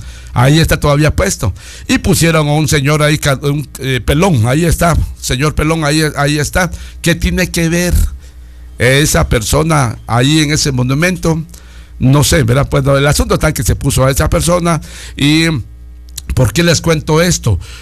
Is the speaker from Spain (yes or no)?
no; Guatemala; y mis raíces por parte de mi señor padre vienen de México. Mis raíces por parte de mi señora madre, somos hasta la pura madre, pues, somos guatemaltecos, sí señor. Mi señora madre es 100% chapina, nacida en estas tierras, quechíes, estas tierras quechíes